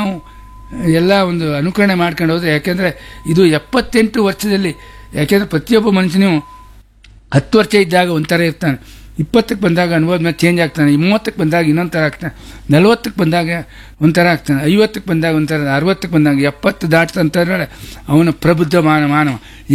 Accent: Kundapur, Karnataka, India; ಈ ನೆಲ ನಮ್ಮ ಹುಟ್ಟೂರು ಕುಂದಾಪುರ.

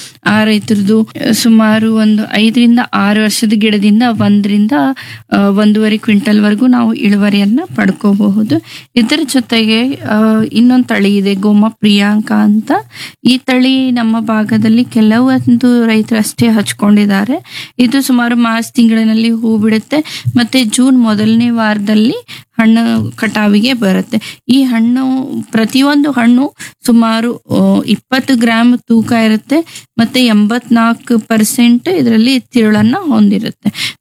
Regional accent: Gadag district, Karnataka, India; ನಮ್ಮ ಜಿಲ್ಲೆ ಗದಗ ಜಿಲ್ಲೆ

